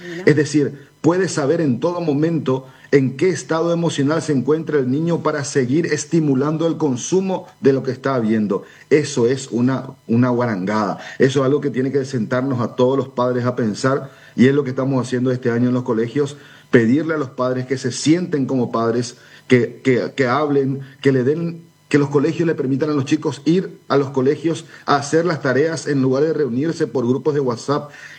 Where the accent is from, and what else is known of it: Paraguay